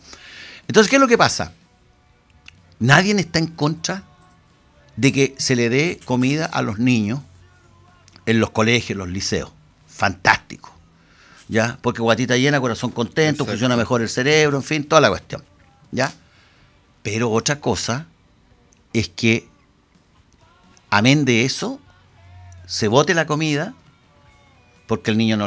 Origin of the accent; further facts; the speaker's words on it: Chile; esto va a lo que nosotros somos los chilenos, que es lo importante. Aquí los chilenos somos todos chilenos, somos todos hermanos.